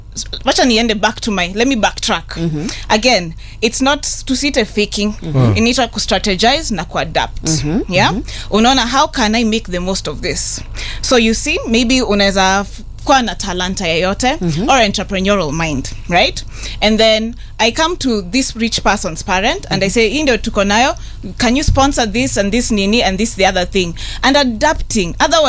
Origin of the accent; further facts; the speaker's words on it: Nairobi, Kenya; Nimelelewa Langata, LA.